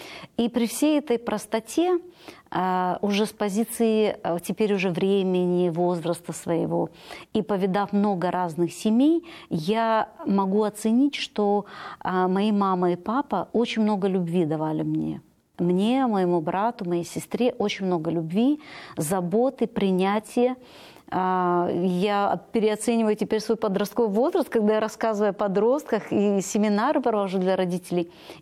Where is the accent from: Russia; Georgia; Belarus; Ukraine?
Ukraine; Odesa Oblast; Я выросла на Украине, на юге Украины, в теплых местах. Это Одесская область. У меня очень простая семья, простые родители.